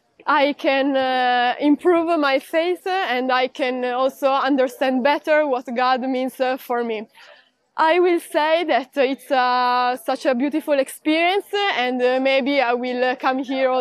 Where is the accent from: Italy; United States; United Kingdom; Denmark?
Italy; I'm from Italy and I'm 19 years old.